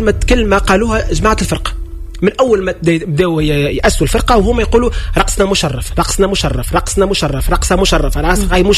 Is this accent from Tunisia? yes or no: yes; Tunisia